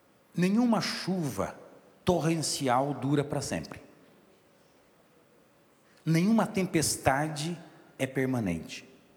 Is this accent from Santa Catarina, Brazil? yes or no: yes; São Joaquim, Santa Catarina, Brazil; born there; moved away as an adult; now in São Paulo, Brazil; Eu nasci em São Joaquim, que é a terra mais fria, a terra mais gelada. E é um frio diferente lá no, na Serra de Santa Catarina, né? E quando a gente chegou aqui em São Paulo, definitivamente, no julho passado